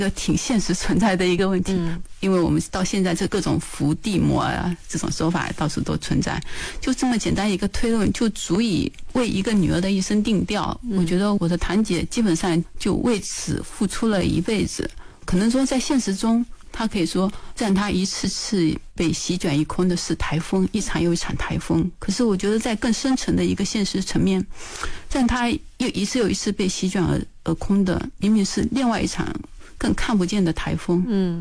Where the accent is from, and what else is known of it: China